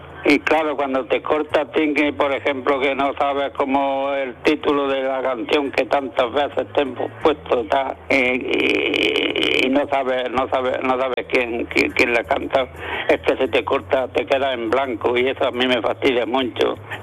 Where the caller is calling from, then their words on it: Almuñécar, Andalusia, Spain; de Almuñécar